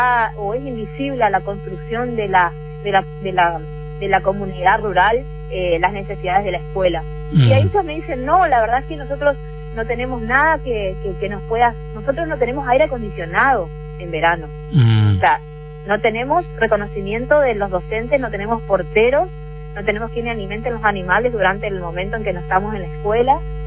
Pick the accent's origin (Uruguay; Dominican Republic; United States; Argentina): Argentina; Monte Caseros, Corrientes; born there; Yo particularmente, que soy nacida en Montecaseros